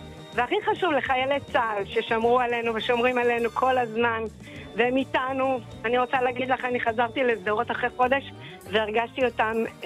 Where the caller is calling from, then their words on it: Sderot, Southern District, Israel; עם מסדרות.